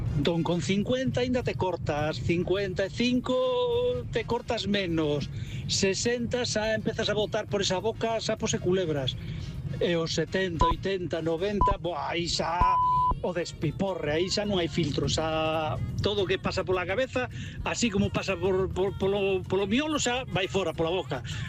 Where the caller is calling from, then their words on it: O Porriño, Galicia, Spain; Bo día, Galicia por diante.